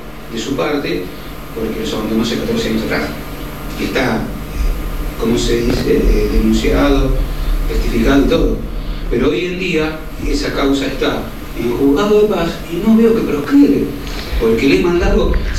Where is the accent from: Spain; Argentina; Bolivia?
Argentina; Cañuelas, Buenos Aires Province; Sí. Barrio Libertad